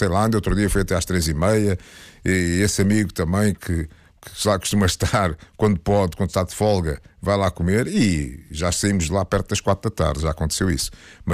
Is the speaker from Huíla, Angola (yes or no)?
no; Luanda, Angola; now in Portugal; Eu sou de Luanda, amigo.